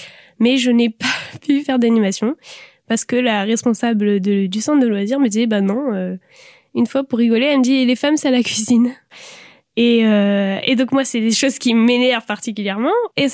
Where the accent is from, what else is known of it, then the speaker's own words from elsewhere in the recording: Saint-Brieuc, Brittany, France; Je viens de Saint-Brieuc, j'ai fait ma scolarité à Saint-Brieuc